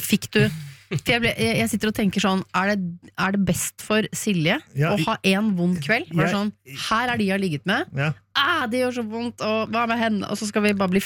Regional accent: Oslo, Norway; jeg er fra Oslo.

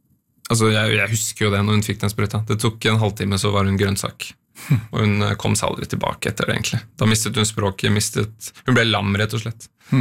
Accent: Oslo, Norway; Jeg vokste også opp på Grorud.

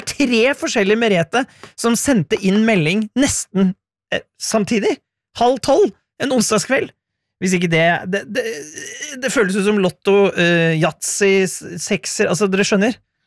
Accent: Innlandet, Norway; accent: Hedmark dialect; Jeg snakket i sted om at jeg kommer fra Hedmarken og har egentlig innerst inne der Hedmarksdialekt

